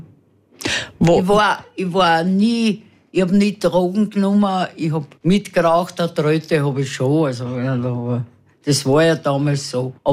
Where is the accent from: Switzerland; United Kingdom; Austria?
Austria; Vienna; dazu musst geboren werden mit einer jüdischen Mama im zweiten Bezirk und aufgewachsen sein bei Waren aller Art.